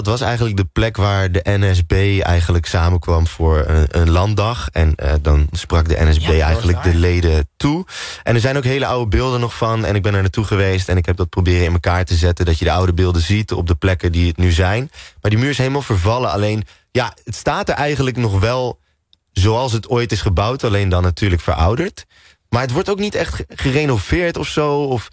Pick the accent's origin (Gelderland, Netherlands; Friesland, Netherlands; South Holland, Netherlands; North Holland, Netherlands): Gelderland, Netherlands; Apeldoorn; ik kom uit Apeldoorn.